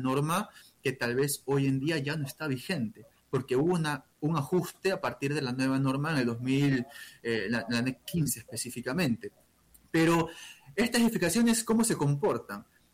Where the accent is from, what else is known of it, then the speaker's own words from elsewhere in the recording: Portoviejo, Manabí, Ecuador; soy portovejense, manabita, presente en aquel evento telúrico